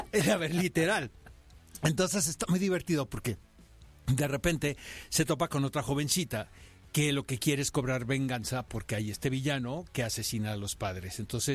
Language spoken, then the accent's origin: Spanish; Argentina; Somos argentinos.